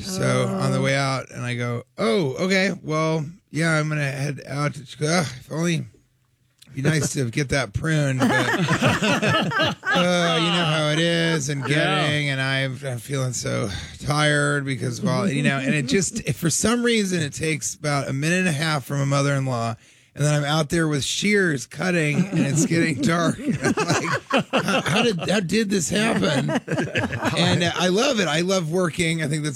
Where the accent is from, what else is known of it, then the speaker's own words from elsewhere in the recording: Denver, Colorado, United States; now in New York City, United States; But yeah, originally from Denver.